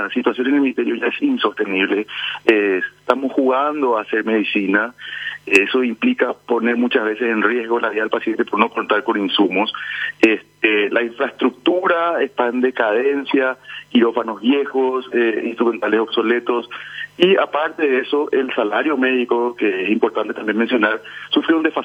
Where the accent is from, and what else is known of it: Paraguay